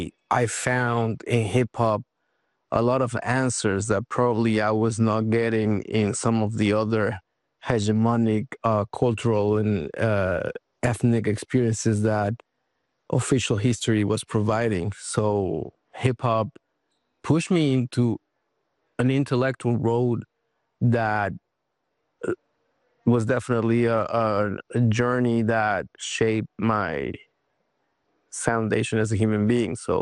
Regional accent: Mexico City, Mexico; Yeah, I grew up in Mexico City in the 90s

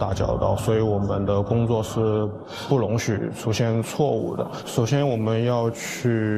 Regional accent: Jingdezhen, Jiangxi, China; 今年27岁，土生土长的景德镇人。

